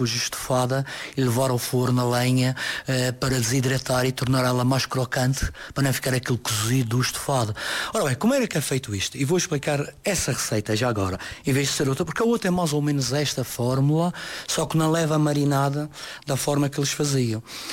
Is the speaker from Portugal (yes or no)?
yes; Machico, Madeira, Portugal; hoje é da minha terra, grande terra